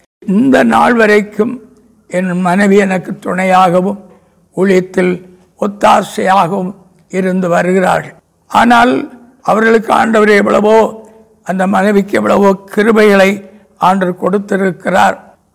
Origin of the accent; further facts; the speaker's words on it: Tamil Nadu, India; நான் சொந்த ஊராகி அந்த நாசிரியத்து பக்கத்தில் மூக்குப்பீறி என்னிடத்துக்கு போனேன்.